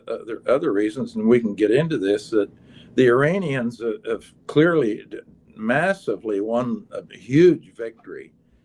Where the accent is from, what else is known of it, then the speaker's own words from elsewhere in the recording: Iowa, United States; moved away; the Midwest where I grew up in Iowa